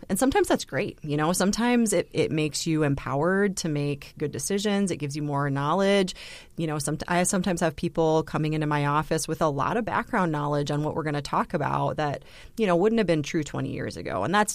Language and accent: English; Brookings, South Dakota, United States; So I'm an internal medicine physician here in Brookings, South Dakota. This is my hometown. I was born and raised here, and I've been back practicing now for 10 years.